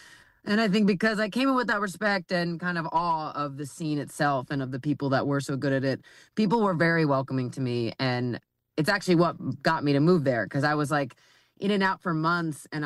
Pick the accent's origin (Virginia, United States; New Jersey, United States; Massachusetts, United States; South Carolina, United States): New Jersey, United States; born there; moved away as an adult; also born or lived in New York; now in Nashville, United States; we grew up in Jersey.